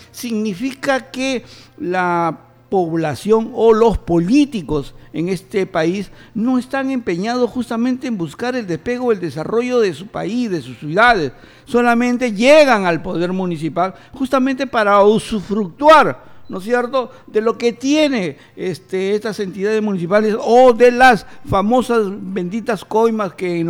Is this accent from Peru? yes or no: yes; Peru